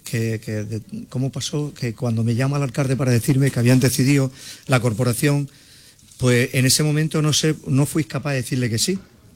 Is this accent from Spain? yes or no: yes; Antas, Andalusia, Spain; que estés en mi pueblo